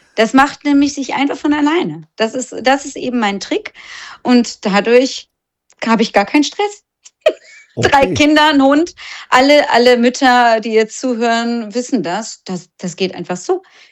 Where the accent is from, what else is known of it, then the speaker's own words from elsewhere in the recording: Rhineland, Germany; born there; now in Buxtehude area, Lower Saxony, Germany; gebürtig komme ich ja aus dem Rheinland. Aber Niedersachsen ist sozusagen aktuell zumindest meine Wahlheimat.